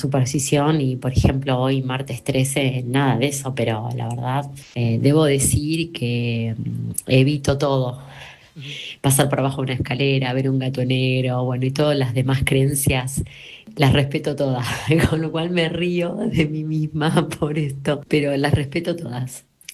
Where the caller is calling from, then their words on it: Buenos Aires, Argentina; de Villa Urquiza.